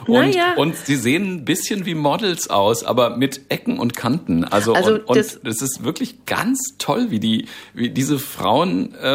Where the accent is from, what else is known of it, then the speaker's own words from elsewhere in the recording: Frankfurt, Hesse, Germany; weil man als Frankfurter solche Brachflächen überhaupt nicht mehr gewohnt sind.